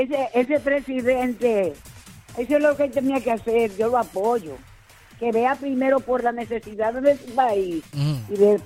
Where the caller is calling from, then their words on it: Honduras; yo soy hondureña